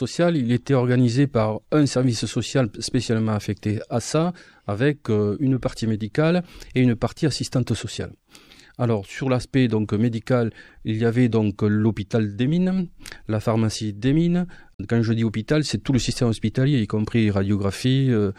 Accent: Decazeville, Occitanie, France; Oui, parce que moi, je suis natif de la ville de Cazeville et je suis né donc sur le carreau de mine du puits numéro 1.

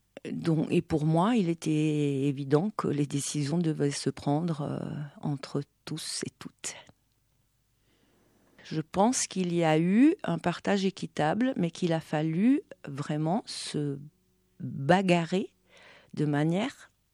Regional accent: Valais, Switzerland; born there; Je suis née en Suisse. Pour situer la région, c'est la région qui se situe, le côté suisse de la vallée d'Abondance.

